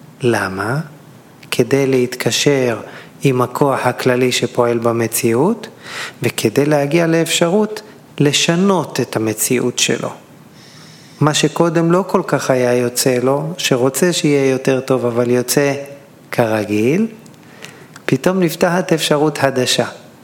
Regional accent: Mikhmoret, Central District, Israel; גדלתי בחוף מכמורת, אני מושבניק מאלישי ועמק חפר.

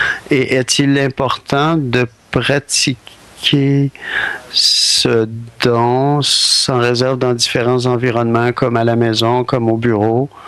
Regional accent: Toronto, Ontario, Canada; de Toronto, une autre personne de Toronto.

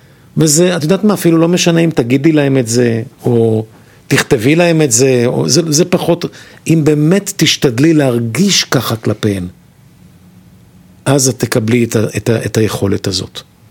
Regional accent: Kiryat Gat, Southern District, Israel; גדלתי בעירה קטנה בדרום, בקריית גת

